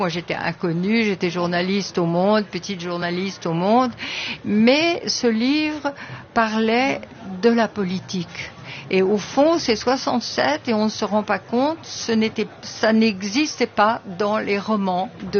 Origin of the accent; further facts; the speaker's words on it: Toulouse, Occitanie, France; Oui, je suis toulousain aussi